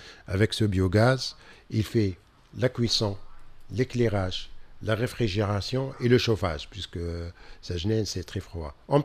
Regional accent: Tunis, Tunis Governorate, Tunisia; Tunis, moi je viens de Marzaïm Rahb. On était à la Médina, c'est un petit. La Tunisie était petite.

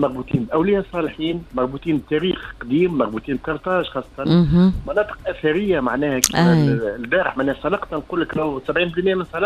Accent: Bizerte, Bizerte Governorate, Tunisia; born there; also born or lived in Djerba; أنا جربي مولود في بنزرت

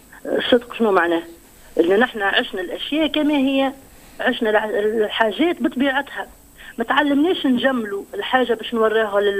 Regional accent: Jerissa, Kef Governorate, Tunisia; وحتى الحومة اللي نسكن فيها حي صنوبر الجديد في جريسة

